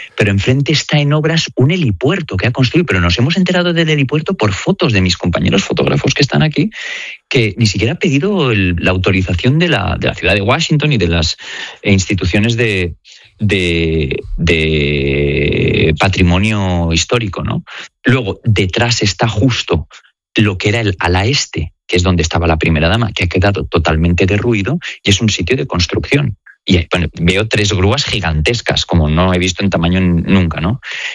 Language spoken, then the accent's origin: Spanish; Spain; now in United States; Yo, como periodista español y corresponsal en la Casa Blanca